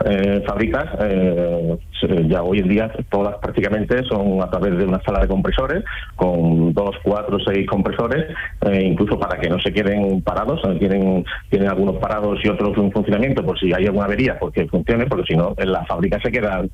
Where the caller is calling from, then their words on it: Mairena del Aljarafe, Andalusia, Spain; Pues mira, en Sevilla, concretamente en Mairena del Aljarafe.